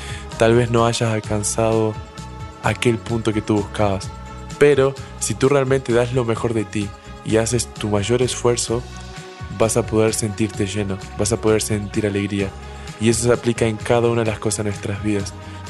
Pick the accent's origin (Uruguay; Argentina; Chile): Uruguay; Rocha; soy de Rocha, una ciudad pequeña de aproximadamente 20.000 personas en Uruguay.